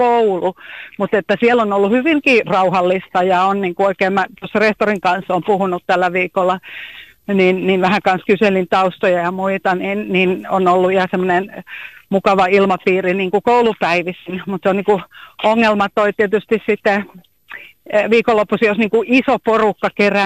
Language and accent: Finnish; Uusimaa, Finland; mä itse kun olen pääkaupunkiseudut kotosin